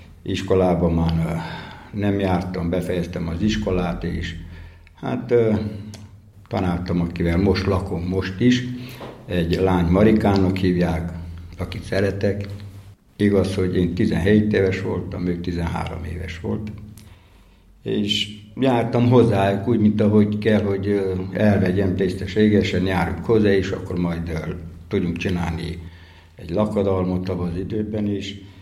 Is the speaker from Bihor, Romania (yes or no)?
yes; Oradea, Bihor, Romania; a Cinkapanna, ahol ott születtek legtöbb cigányok itt Velencén, itt Váradon. Ott születtem én is